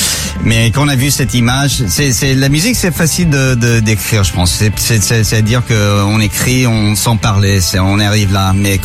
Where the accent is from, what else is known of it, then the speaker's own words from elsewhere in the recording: United Kingdom; first language English; French is a second language; Évidemment, anglais c'était ma première langue, mais quand je suis parti, je pouvais pas parler anglais.